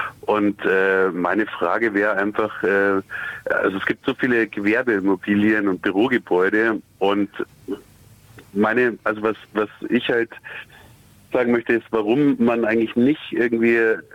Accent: Munich, Bavaria, Germany; ich bin auch in München aufgewachsen und geboren

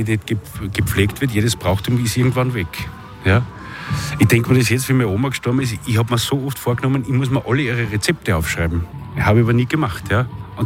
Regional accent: Styria, Austria; habe ich mich als Kind lustigerweise immer mehr als Burgenländer, als Steirer gesehen, obwohl ich in der Steiermark geboren bin und dort ja ganz, ganz viel prägende Dinge passiert sind in meiner Kindheit.

